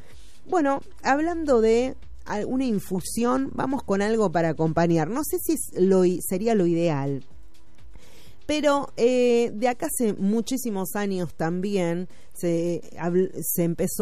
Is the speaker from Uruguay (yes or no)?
no; Argentina